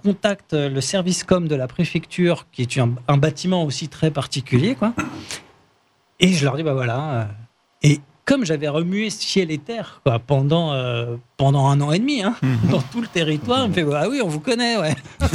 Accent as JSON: {"language": "French", "town": "Cergy", "region": "Île-de-France", "country": "France", "said": "je suis de Cergy."}